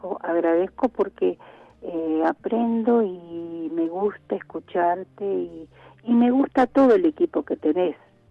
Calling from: Bernal, Buenos Aires Province, Argentina; De Bernal.

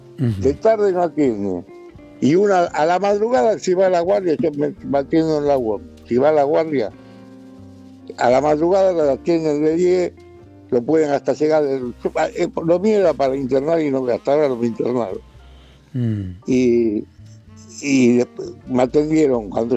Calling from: Lanús, Buenos Aires Province, Argentina; De Lanús.

